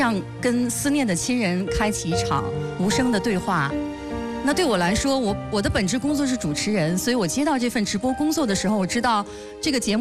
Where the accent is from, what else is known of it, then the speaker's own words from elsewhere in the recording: Tangshan, Hebei, China; 但是我又是土生土长的唐山人